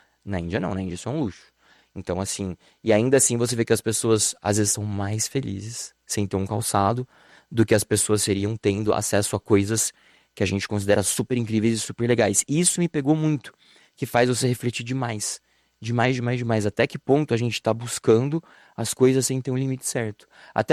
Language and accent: Portuguese; Brazil; De onde você é? Aí, Brasil, Brasil!